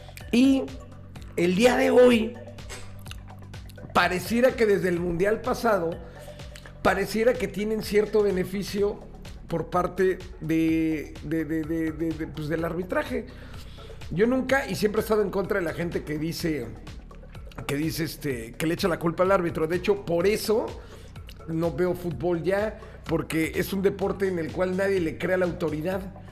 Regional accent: Mexico; los mexicanos somos envidiosos

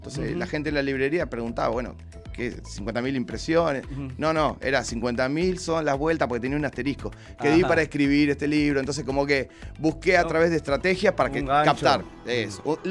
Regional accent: Mercedes, Buenos Aires Province, Argentina; Yo soy de Mercedes.

